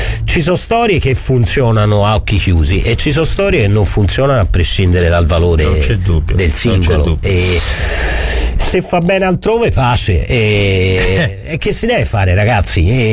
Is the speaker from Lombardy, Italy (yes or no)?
no; Florence, Tuscany, Italy; noi siamo fiorentini